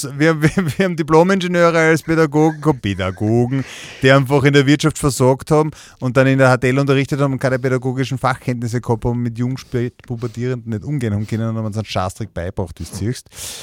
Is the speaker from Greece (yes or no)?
yes; Greece; es waren die Temperaturen auf jeden Fall in Österreich noch heißer wie bei uns in Griechenland.